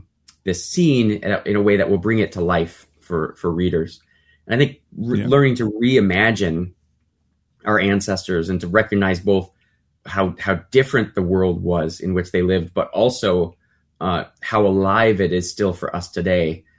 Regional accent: Michigan, United States; my home state of Michigan

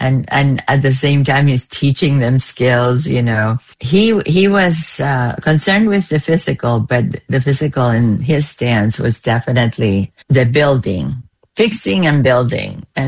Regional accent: Cuba; first language Spanish; English is a second language; moved away; I'm Cuban and I've traveled throughout Latin America. Spanish is my first language.

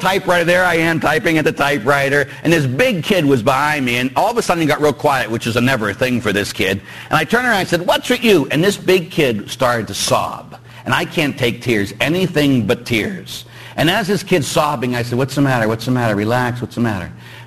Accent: Pittsburgh, Pennsylvania, United States; Again, came clear to me years ago, of course I'm from Pittsburgh, as everybody knows, and both my parents were cops.

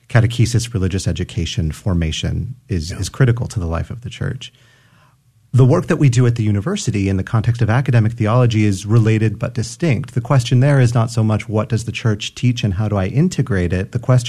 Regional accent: San Antonio, Texas, United States; born or raised there

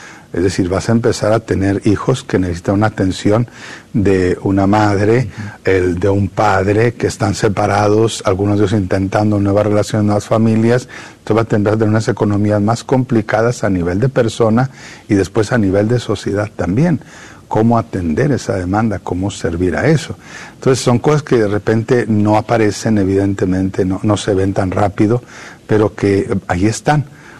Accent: Parral, Chihuahua, Mexico; also born or lived in Ciudad Juárez; nosotros llegamos con una familia migrante, nos trasladamos de Parral, Chihuahua, al sur del estado de Chihuahua, en México, uh-huh. hacia Ciudad Juárez en 1980.

